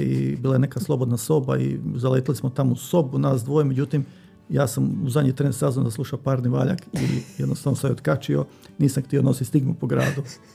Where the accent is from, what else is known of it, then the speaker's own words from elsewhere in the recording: Lika-Senj County, Croatia; Ja se pitam zašto, jer ja sam iz Like, tamo iz nekog sela, mislim, kako to, kako, zašto afiniteta.